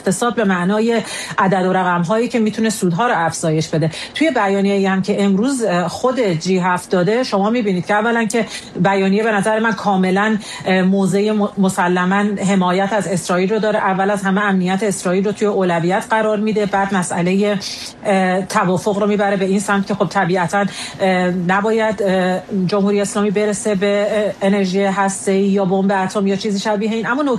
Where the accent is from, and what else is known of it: Iran